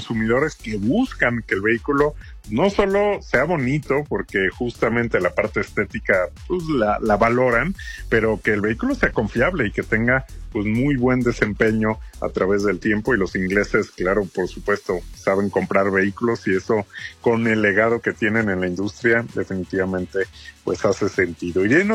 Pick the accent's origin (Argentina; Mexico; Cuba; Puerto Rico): Mexico